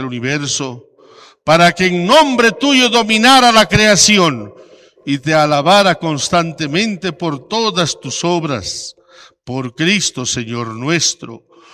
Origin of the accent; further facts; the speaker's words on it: La Paz, Bolivia; nuestro compromiso como paceños y bolivianos